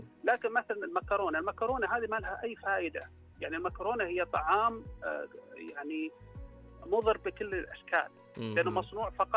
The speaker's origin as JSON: {"language": "Arabic", "country": "Saudi Arabia", "said": "عندنا في السعودية"}